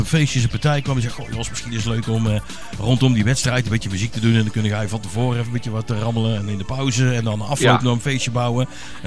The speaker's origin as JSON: {"language": "Dutch", "region": "North Brabant", "country": "Netherlands", "said": "Kijk, ik kom uit Brabant en hier hebben we natuurlijk Volkel."}